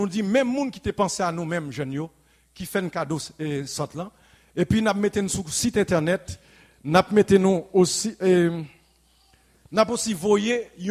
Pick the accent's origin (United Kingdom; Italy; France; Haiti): Haiti; moved away; en tant que haïtien